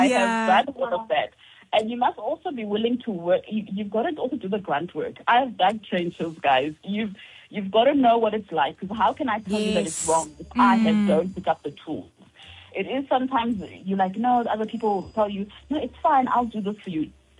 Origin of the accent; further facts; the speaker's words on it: Butterworth, Eastern Cape, South Africa; born there; moved away; I was born in Butterworth Hospital.